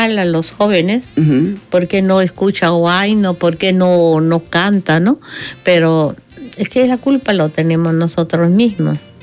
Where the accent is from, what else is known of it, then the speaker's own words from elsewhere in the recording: Peru; Artista folclorista del Perú viene en busca de familia.